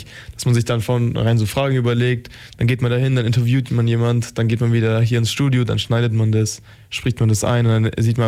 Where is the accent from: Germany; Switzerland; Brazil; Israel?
Germany; Ulm, Baden-Württemberg; Ich komme aus Ulm.